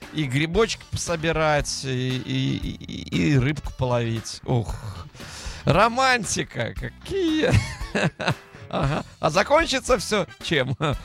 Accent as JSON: {"language": "Russian", "country": "Belarus", "said": "Я с Беларуси."}